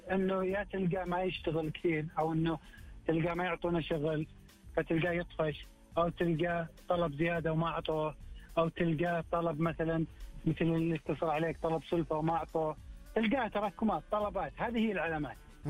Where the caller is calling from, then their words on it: Riyadh, Riyadh Province, Saudi Arabia; من الرياض.